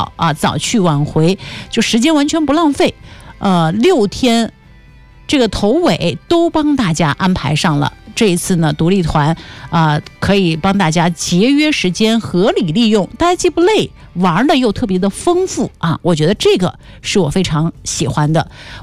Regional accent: Hunan, China; moved away; 在我老家湖南吃的面

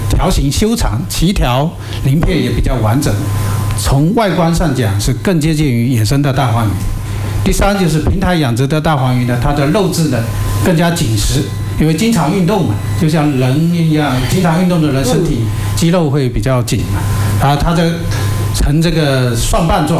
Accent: Fujian, China

